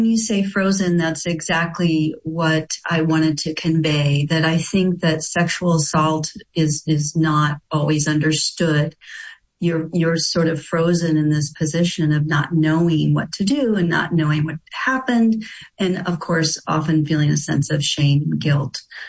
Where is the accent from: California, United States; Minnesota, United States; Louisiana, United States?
Louisiana, United States; But I grew up myself in Louisiana, and somehow it was a young girl in Louisiana in 1973.